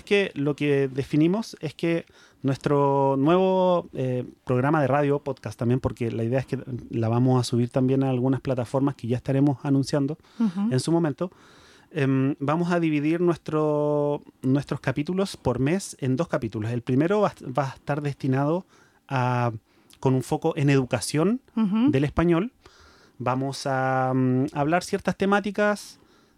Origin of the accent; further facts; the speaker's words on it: Chile; accent: Chilean; chileno, querida.